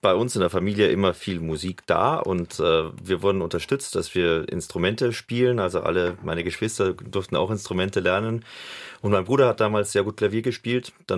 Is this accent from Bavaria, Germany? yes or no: yes; Bad Reichenhall, Bavaria, Germany; Dann war ich in so einem Amateurchor bei uns am Land in Bad Reichenhall eben.